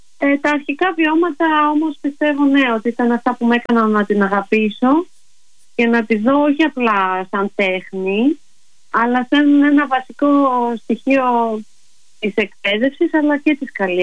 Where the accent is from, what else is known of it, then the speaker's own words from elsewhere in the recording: Paros, South Aegean, Greece; moved away as an adult; Λοιπόν, ναι, εγώ μεγάλωσα στην Πάρο. Η μητέρα μου είναι από τη Σαντορίνη, ο μπαμπάς από την Πάρο, οπότε νιώθω πολύ κυκλαδίτησα.